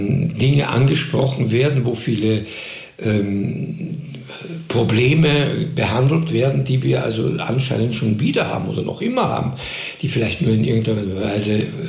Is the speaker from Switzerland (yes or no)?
no; Linz, Upper Austria, Austria; Es ist Linz, Oberösterreich, ist meine absolut meine Heimat.